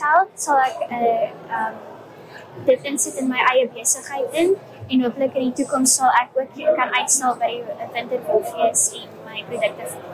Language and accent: Afrikaans; Western Cape, South Africa; Ek is van Refusioner End af in die Weskaap in die Overberg area.